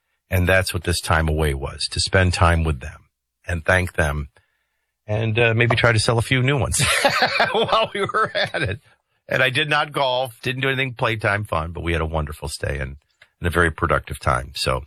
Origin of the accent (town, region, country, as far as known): New Orleans, Louisiana, United States